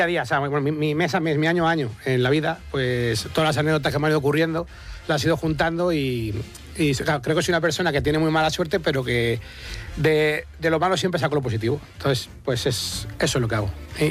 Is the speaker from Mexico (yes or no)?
no; Aranjuez, Community of Madrid, Spain; accent: Toledo; Pues en mi pueblo, o sea, soy de Aranjuez, pero es frontera con Toledo. O sea, todos los pueblos.